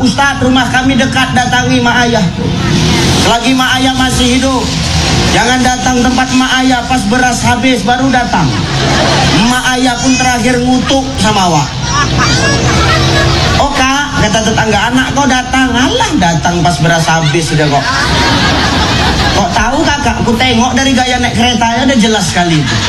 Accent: Java, Indonesia; Aku pun orang Jawa. Mak ayahku orang Jawa.

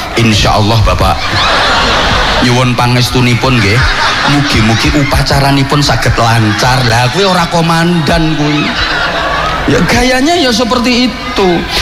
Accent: Bojonegoro, East Java, Indonesia; Kalau di tempat saya Bojonegoro sana, orang ceramah itu disuguhi jahe kopi panas.

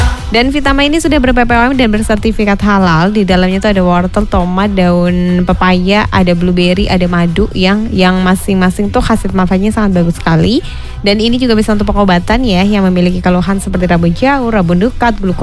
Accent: Java, Indonesia; kita sebagai orang Jawa tuh harus bangga banget.

